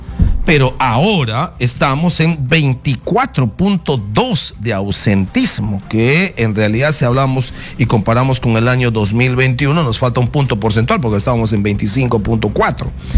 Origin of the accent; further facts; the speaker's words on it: Loreto, Peru; mi región, Loreto